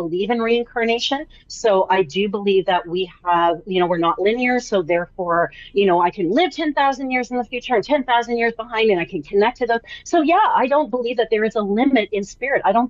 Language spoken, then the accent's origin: English; Canada; I'm Canadian